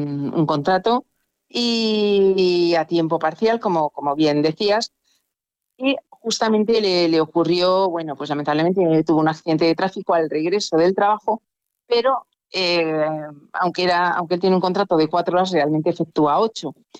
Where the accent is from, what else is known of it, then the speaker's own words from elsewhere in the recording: Garrucha, Andalusia, Spain; moved away; estar en mi pueblo, que como sabéis es Garrucha, sí, en Almería.